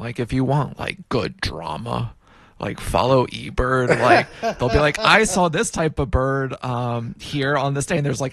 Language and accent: English; Nashville, Tennessee, United States; So I grew up in Nashville, Tennessee.